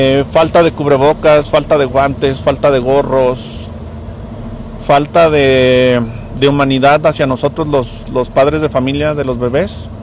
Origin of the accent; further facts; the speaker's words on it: Durango, Mexico; Yo soy de aquí de Durango.